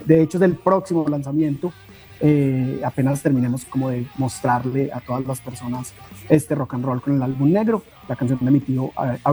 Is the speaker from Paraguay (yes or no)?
no; Antioquia, Colombia; yo soy antioqueño y quería hacer algo más relacionado, más cercano a, pues a los Andes, a la región a la que yo pertenezco